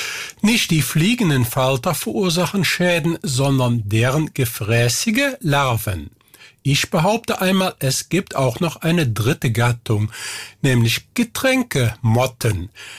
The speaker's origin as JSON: {"language": "German", "town": "Eupen", "region": "Wallonia", "country": "Belgium", "said": "als Musikdarbietende aus dem Eupener Land, meine Heimat"}